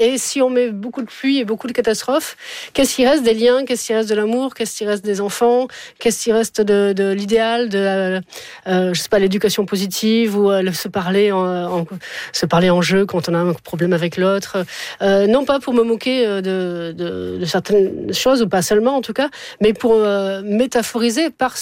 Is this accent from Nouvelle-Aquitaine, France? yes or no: no; Montpellier, Occitanie, France; born there; Moi, je suis née à Montpellier, donc c'était un peu compliqué.